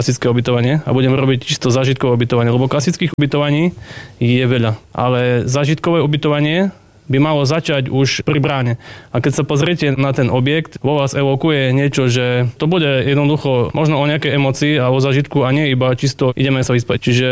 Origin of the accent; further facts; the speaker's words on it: Kolonica, Prešov Region, Slovakia; also born or lived in Snina; regiónu a konkrétne do Kolonice, kde som ja vyrastal. Narodil som sa síce v Snine, ale vždy mi bol bližší tento región.